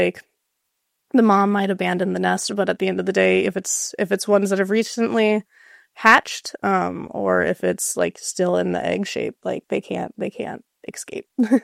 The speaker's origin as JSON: {"language": "English", "town": "Washingtonville", "region": "New York", "country": "United States", "tie": "born or raised there", "said": "I am a Hudson Valley native. I grew up in Washingtonville, New York, and Orange County, across the river"}